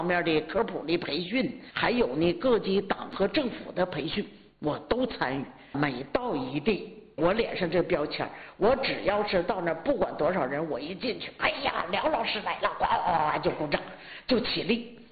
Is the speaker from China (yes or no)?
yes; Shuangliao, Jilin, China; 我老家是双辽的